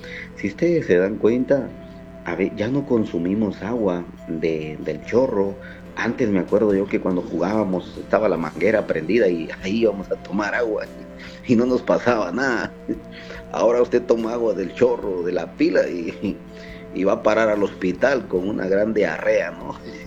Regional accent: Salamá, Baja Verapaz, Guatemala; Salamá, de la cabecera de Salamá Baja Verapaz, de donde yo soy.

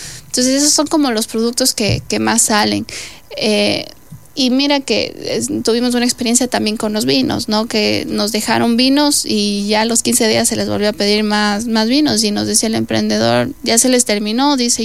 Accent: Lago Agrio, Sucumbíos, Ecuador; Soy Hecho en Lago Agrio no es solo porque nací aquí en Lago Agrio, sino es una identidad que es para todos

